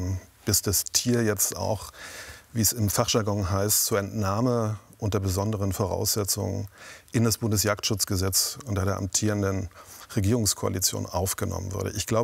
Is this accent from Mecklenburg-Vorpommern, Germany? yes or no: yes; Mecklenburg-Vorpommern, Germany; Das sage ich als Mecklenburger